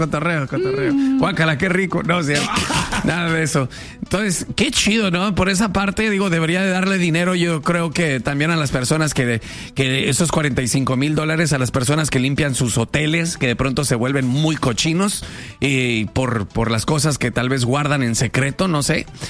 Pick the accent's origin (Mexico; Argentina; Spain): Mexico; now in United States; Yo además le voy a hablar. Yo soy de México, yo no soy de Estados Unidos.